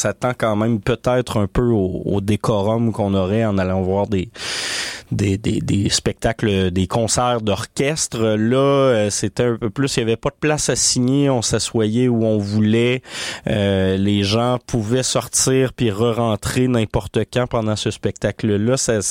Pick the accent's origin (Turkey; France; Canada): Canada; Montreal, Quebec; C'est pas un disque contre Carlisle, c'est juste qu'en tant que Montréalaise, on la voit un peu plus souvent.